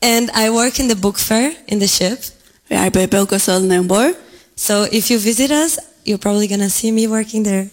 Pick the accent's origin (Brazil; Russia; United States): Brazil; I'm from Brazil, the best country in the world.